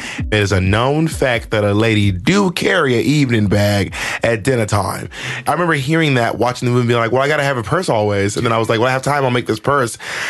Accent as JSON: {"language": "English", "region": "Georgia", "country": "United States", "also_born_or_lived": "Alabama / Mississippi", "said": "I'm basically from Georgia, Alabama, and Mississippi."}